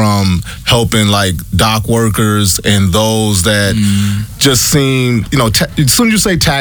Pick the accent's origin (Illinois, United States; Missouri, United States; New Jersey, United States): Illinois, United States; Chicago; But we're both from Chicago.